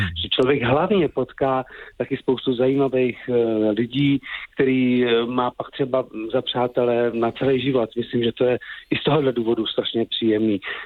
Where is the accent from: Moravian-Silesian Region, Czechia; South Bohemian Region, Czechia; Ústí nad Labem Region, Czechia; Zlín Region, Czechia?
Ústí nad Labem Region, Czechia; Žatec; já jsem byl ze Žadce a ta škola byla v okolo 30 kilometrů, takže jsme hledali, abych mohl denně dojíždět, což se nakonec stalo. Byl jsem na střední průmyslové škole v Chomutově